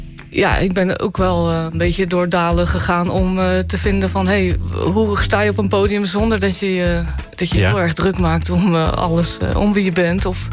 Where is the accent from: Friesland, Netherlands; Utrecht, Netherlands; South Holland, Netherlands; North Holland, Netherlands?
South Holland, Netherlands; Bleiswijk; also born or lived in Rotterdam; Ik ben in het ziekenhuis geboren, maar ik ben in Bleiswijk opgegroeid.